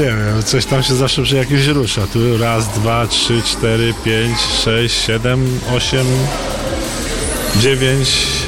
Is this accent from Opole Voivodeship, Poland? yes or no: yes; Zawadzkie, Opole Voivodeship, Poland; now in Łącznik, Poland; Ja w ogóle kiedyś mieszkałem gdzie indziej, bo ja pochodzę z Zawadzkiego, a mieszkam tu w Łączniku tak, od 25 lat